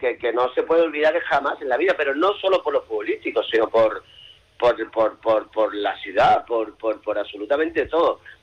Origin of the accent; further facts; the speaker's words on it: Canary Islands, Spain; moved away; somos canarios